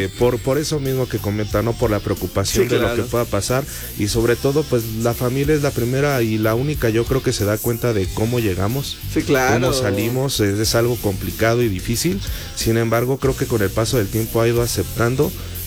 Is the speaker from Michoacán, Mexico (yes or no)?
no; Querétaro, Mexico; yo soy originario de Querétaro